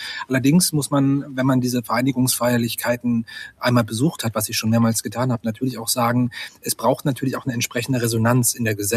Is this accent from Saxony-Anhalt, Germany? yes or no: yes; Saxony-Anhalt, Germany; in meiner Heimatstadt oder meiner alten Heimatregion in Mansfeld-Südharz